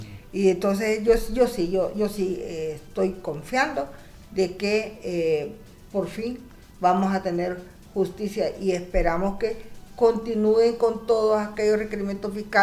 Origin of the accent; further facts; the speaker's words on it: Honduras; para nosotros como hondureños es bien importante vivir en democracia